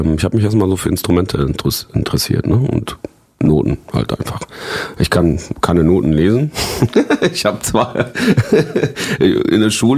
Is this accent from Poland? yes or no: yes; Poland; born there; moved away; ich bin ja in Polen geboren